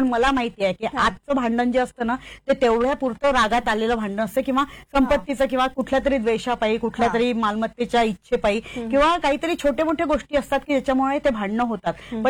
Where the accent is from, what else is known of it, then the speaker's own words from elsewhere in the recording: Akola, Maharashtra, India; moved away; अकोला, जे नागपूर साईडला जे अकोला आहे त्या अकोल्याचं माझं माहेर आहे. आणि लहानपणापासून संघ परिवारामध्ये वाढलेली आहे